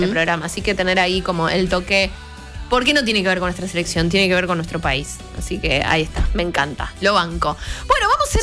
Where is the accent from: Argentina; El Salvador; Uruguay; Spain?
Argentina; born there; soy argentina